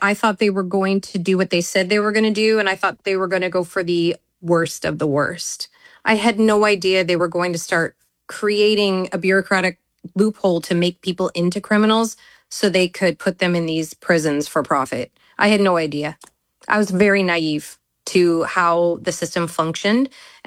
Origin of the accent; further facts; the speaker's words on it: Canada; I didn't think along the lines of being Canadian, more that I had done my due diligence to have the paperwork in place that I needed in order to correctly navigate the immigration system.